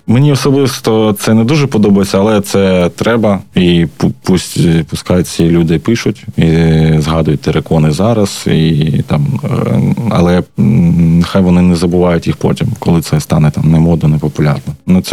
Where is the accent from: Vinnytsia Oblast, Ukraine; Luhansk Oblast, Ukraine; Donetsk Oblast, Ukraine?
Luhansk Oblast, Ukraine; Kadiivka; moved away; що я теж місцевий, що я з того ж міста